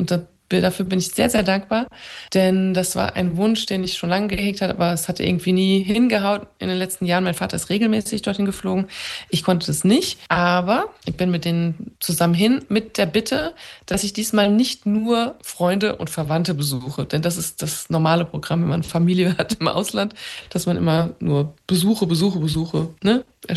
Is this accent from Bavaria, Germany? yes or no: no; Hesse, Germany; born there; also born or lived in Isfahan, Iran